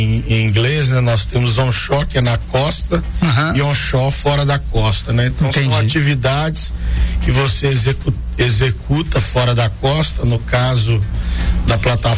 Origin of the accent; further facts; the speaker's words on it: Timóteo, Minas Gerais, Brazil; moved away as an adult; Eu sou daqui, natural aqui de Timóteo, no Vale do Aço, né? Aos 18 anos eu fui morar fora para começar nas minhas primeiras obras industriais no Brasil